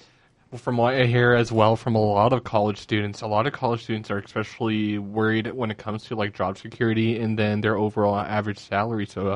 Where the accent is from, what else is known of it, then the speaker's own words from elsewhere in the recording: Tri-Cities, Washington, United States; I'm from the Tri-Cities